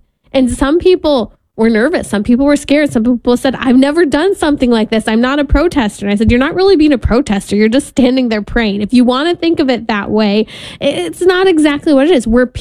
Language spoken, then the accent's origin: English; California, United States; especially my home state of California